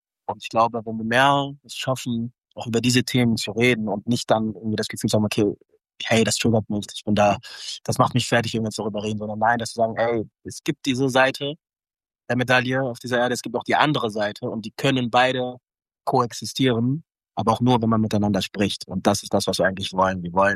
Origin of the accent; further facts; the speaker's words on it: Cologne, North Rhine-Westphalia, Germany; Wir sind ja in Köln aufgewachsen, wir sind eine Kölner Band, wir haben sehr viel Zeit auch in Ehrenfeld verbracht